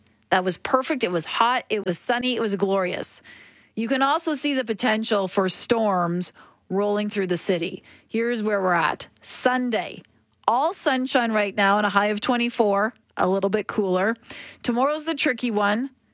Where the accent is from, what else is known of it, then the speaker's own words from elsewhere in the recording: Oshawa, Ontario, Canada; my hometown of Oshawa